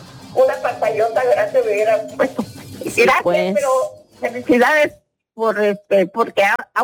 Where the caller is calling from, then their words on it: Mexico; De la 5 de febrero.